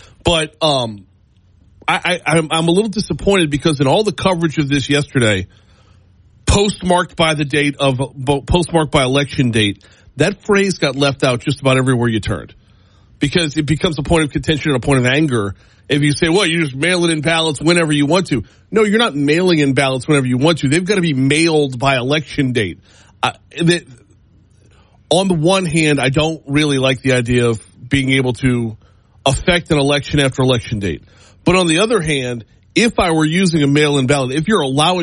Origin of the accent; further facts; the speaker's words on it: Madisonville, Louisiana, United States; moved away; Growing up in St. Tammany, I never realized just how backwoods and corrupt we were.